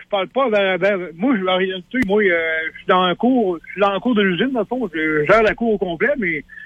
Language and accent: French; Quebec City, Quebec, Canada; moved away as an adult; now in Portneuf, Canada; moi, je suis un natif du Lac-Saint-Charles. Tu sais, je veux dire, je suis en vendu de Québec pas mal, là. Dans le temps. Mais à ce temps, je suis rendu à Portneuf, mais je veux dire, je suis natif de là.